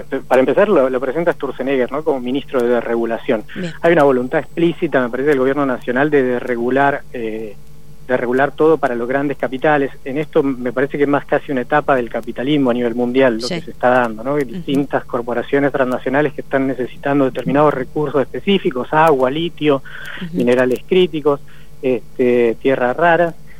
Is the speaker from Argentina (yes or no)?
yes; Argentina